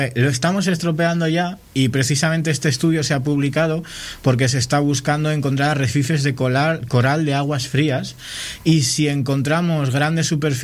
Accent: Liendo, Cantabria, Spain; Ves el monte de Candina de Liendo, ves el... Y dices, jolín, estoy viendo mi pueblo

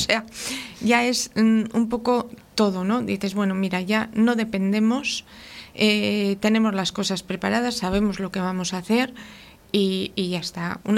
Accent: Laredo, Cantabria, Spain

